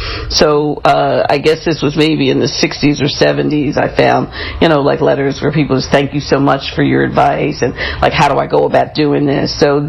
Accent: Philadelphia, Pennsylvania, United States; I grew up in West Philadelphia, in the Copps Creek area, with my parents and my sister. And I attended Masterman and Girls High.

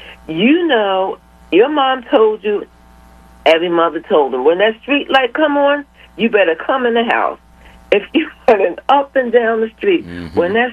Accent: Philadelphia, Pennsylvania, United States; growing up in South Philly.

